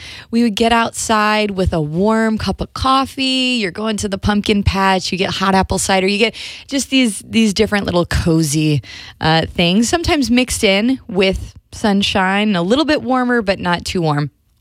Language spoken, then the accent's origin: English; Minnesota, United States; I grew up in Minnesota, okay? When I tell you that there was often snow by the end of October, that's the kind of weather change that I grew up